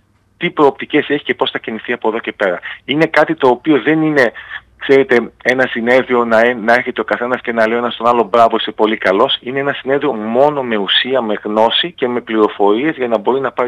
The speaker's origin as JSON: {"language": "Greek", "region": "Northern Greece", "country": "Greece", "tie": "born or raised there", "moved": "yes", "said": "στη Βόρεια Ελλάδα, την πατρίδα μου"}